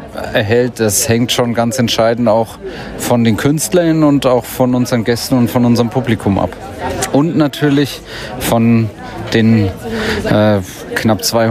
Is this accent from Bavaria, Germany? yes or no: yes; Bad Windsheim, Bavaria, Germany; Ich komme auch aus Bad Windsheim direkt und bin so in der musikalischen Subkultur auch sozialisiert worden.